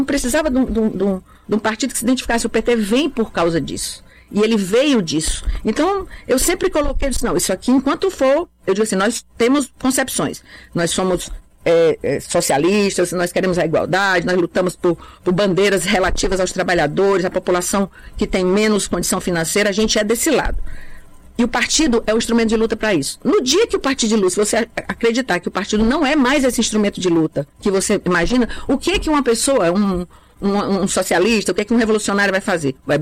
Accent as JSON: {"language": "Portuguese", "town": "Fortaleza", "region": "Ceará", "country": "Brazil", "tie": "born there", "said": "Eu nasci na periferia de Fortaleza, no Mudubim, quando era... Mudubim ainda tinha vacaria. Então, assim, ali era a zona rural de Fortaleza."}